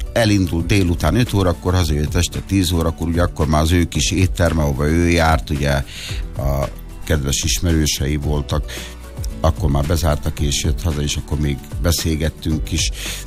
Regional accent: Sárospatak, Borsod-Abaúj-Zemplén, Hungary; A nagyapám két hangszeres volt, és ahonnan én származom, Sárospatakról, egy nagyon-nagyon elismert zenész volt

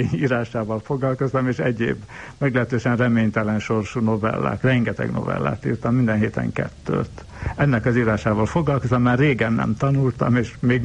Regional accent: Budapest, Hungary; born there; egy gyárutcai ablak, mai Jókai utcai, ott születtem. A 6. kerület, onnan szivárogtam át, aztán tulajdonképpen jóval később csak a Tisza-Kálmán térre. De még előtte Kőbánya is volt.

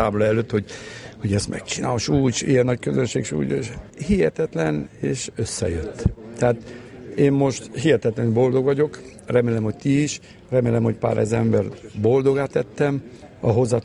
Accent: Transylvania, Romania; Én mivel kettős állampolgár vagyok, magyar is vagyok, román is. Ott játszok, ahol felkérnek, ahol játszok. Mivel ott élek ki, Erdélyben

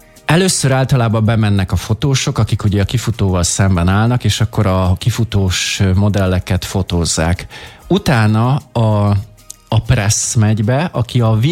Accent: Hungary; egyetlen magyarként veszek részt

